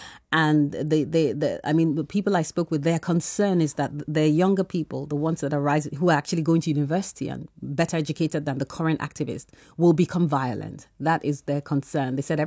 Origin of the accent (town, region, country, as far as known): Nigeria